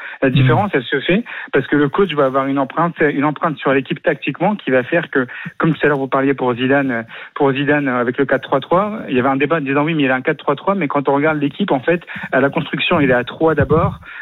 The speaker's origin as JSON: {"language": "French", "town": "Lyon", "region": "Auvergne-Rhône-Alpes", "country": "France", "said": "J'en parle parce que je suis lyonnais."}